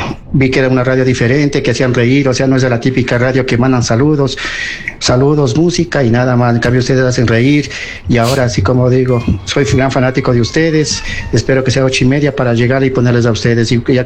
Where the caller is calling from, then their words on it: Riobamba, Chimborazo, Ecuador; Y aquí somos un taller de enderezado y pintura acá en Riobamba.